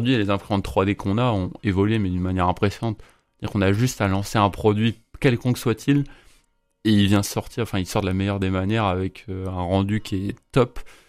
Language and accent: French; Brittany, France; j'ai grandi dans les Côtes d'Armor et maintenant j'ai fait mes études en Ille-et-Vilaine, enfin à Rennes.